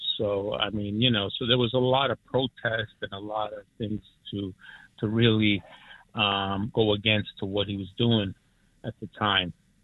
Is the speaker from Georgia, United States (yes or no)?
no; New York, United States; born there; now in Forest Hills, New York, United States